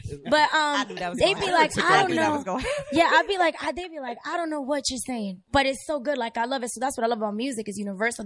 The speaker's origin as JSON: {"language": "English", "country": "Dominican Republic", "tie": "born or raised there", "said": "I think for me, my next movement would be to hit my hometown first and foremost before I attack."}